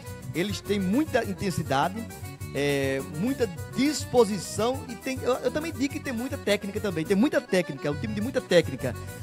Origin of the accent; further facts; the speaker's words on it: Brazil; a gente como brasileiro